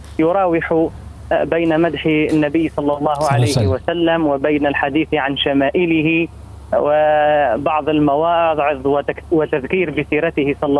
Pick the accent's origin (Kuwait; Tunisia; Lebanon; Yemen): Tunisia; بلادنا تونس